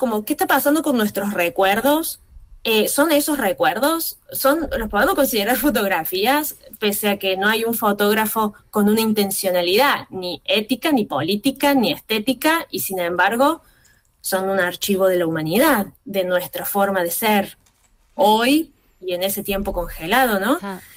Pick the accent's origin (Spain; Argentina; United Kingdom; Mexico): Argentina; Indistinto, estando en Argentina y siendo argentina, no habiendo vivido en otro lugar, y llegar a la BPS.